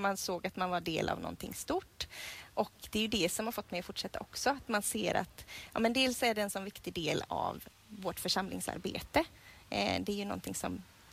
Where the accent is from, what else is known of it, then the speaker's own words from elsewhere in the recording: Hönö, Västra Götaland County, Sweden; Jag kommer här från Hönö och växte upp i Hönö missionsförsamling och varit med på Hönökonferensen alla år sedan jag var liten.